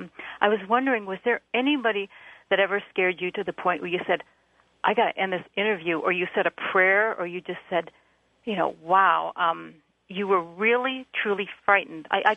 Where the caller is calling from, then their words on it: Orange, California, United States; I'm calling from Orange, California.